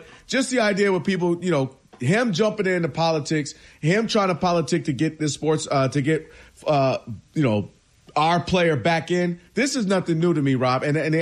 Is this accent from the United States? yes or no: yes; United States; I'm American. … American.